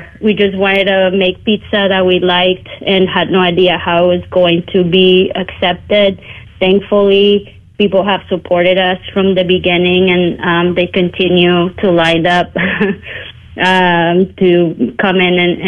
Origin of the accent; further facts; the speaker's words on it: Ciudad Obregón, Sonora, Mexico; now in Cleveland, United States; just growing up in Mexico. I was born and raised in Ciudad Obregón, Sonora, in Mexico